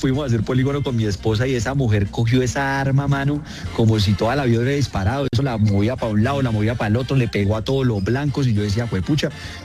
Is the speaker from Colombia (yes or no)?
yes; Colombia; porque somos chismosos y somos necios los colombianos, como hijo de madres.